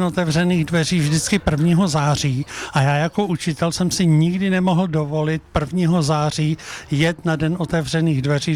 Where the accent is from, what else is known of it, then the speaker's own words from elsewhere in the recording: Vilémov, Ústí nad Labem Region, Czechia; No je to Tanečnice v Mikulášovicích, v podstatě Vilémov, odkud pocházím, je zhruba 2 kilometry severně od Tanečnice